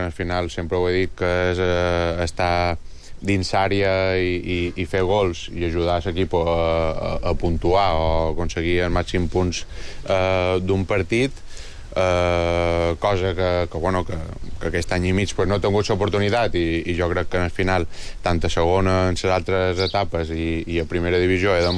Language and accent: Catalan; Balearic Islands, Spain; Com a mallorquí i mallorquinista